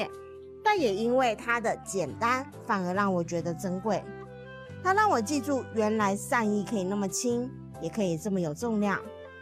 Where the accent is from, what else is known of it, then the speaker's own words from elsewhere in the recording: Taiwan; now in Shenzhen, China; 我来自台湾，在深圳生活了第8年，这些年啊，在大陆工作和生活